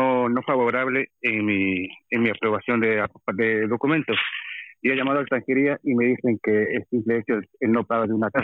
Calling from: Colmenar Viejo, Community of Madrid, Spain; Colmenar Viejo.

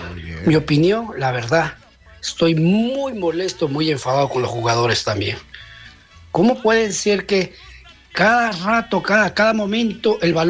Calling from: Ecuador; Como ecuatoriano.

